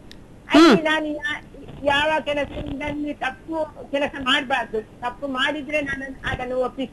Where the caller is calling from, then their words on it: Puttur, Karnataka, India; ನಾನು ಪುತ್ತೂರಿನಿಂದ